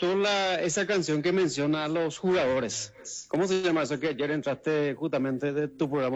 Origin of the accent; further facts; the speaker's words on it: Paraguay; No, yo soy paraguayo.